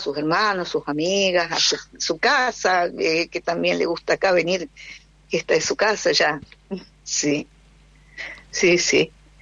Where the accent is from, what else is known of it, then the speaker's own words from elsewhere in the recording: Jujuy, Argentina; moved away as an adult; also born or lived in San Francisco, Córdoba; now in Italy; soy argentina, soy jujeña, soy bien norteña, bien norteña.